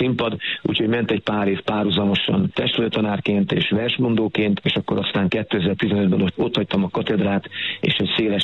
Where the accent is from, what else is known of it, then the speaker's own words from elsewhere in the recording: Kunszentmiklós, Bács-Kiskun, Hungary; born there; 2017-ben Kunszta Miklóstól, az én szülővárosomból gyalogoltam el a horvátországi Szent Lászlóba